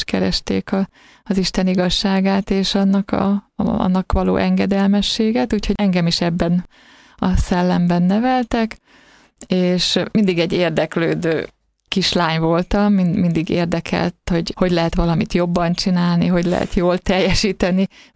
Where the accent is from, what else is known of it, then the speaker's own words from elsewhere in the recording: Békés, Hungary; moved away as an adult; Békésen születtem, ez egy kis város Békés megyében, Délalföldön. A viharsarok helye egyébként, és viharos időkben is születtem, mert 56. november 6-án